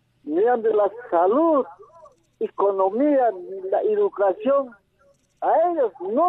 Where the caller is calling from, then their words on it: Peru; la sociedad peruana, estamos sufriendo de pobreza, extrema pobreza.